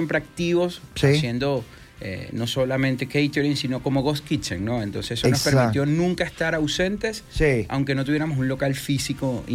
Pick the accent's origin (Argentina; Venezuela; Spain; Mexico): Venezuela; moved away as an adult; now in El Salvador; lo que uno puede aportar como venezolano fuera de Venezuela